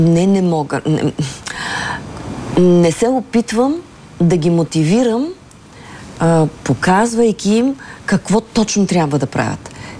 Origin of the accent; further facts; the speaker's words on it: Burgas, Burgas Province, Bulgaria; moved away as an adult; Поканиха ме на среща с учениците в моето Долно Езерово, родното ми място, в родното училище.